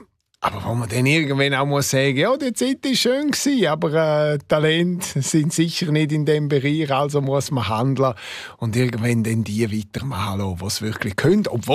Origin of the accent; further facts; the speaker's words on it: Rabius, Graubünden, Switzerland; first language Romansh; German is a second language; das ist das Romanische, das ist die Surselva, das ist auch das Dorf Rabius. Und entsprechend ist klar, meine Eltern haben auch beide romanisch geredet mit uns. Wir sind total retromanisch aufgewachsen in einem KMU-Betrieb.